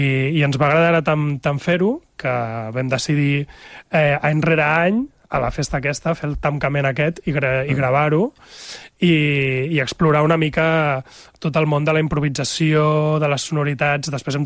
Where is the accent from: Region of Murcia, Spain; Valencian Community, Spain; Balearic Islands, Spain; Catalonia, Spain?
Catalonia, Spain; Barcelona; now in L'Ametlla, Spain; És que és complicat, perquè soc de Barcelona, del barri d'Horta, estic empadronat a la Garriga, però visc a l'Ametlla.